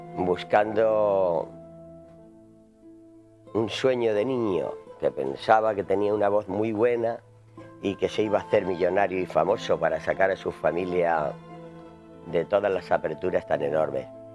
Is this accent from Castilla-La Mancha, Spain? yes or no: no; Beas de Segura, Andalusia, Spain; Antes de salir de mi pueblo de Beas de Segura era un niño muy pobre, muy pobre. Pero entonces, sobre todo allí en mi pueblo, es que menos tres, éramos todos pobres.